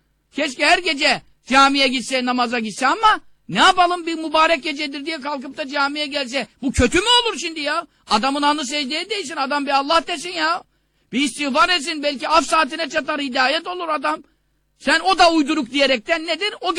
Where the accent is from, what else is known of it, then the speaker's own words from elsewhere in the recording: Görele, Giresun, Turkey; Ama bak ben Karadenizliyim. Göreleliyim. Karadenizli kardeşlerimiz hassastır.